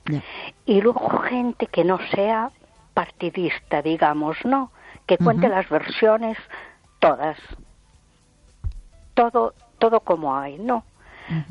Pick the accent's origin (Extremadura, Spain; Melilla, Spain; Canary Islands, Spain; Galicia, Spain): Galicia, Spain; A Coruña